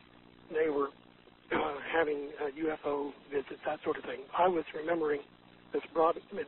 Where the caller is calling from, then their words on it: Wichita, Kansas, United States; In Wichita.